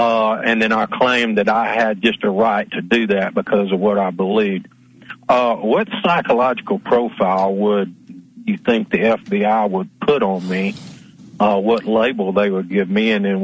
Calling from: Arkansas, United States; Good evening, Howard. … in Arkansas.

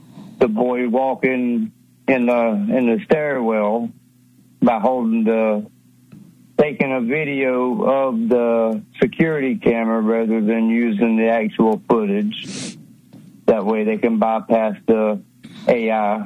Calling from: Florida, United States; from Florida.

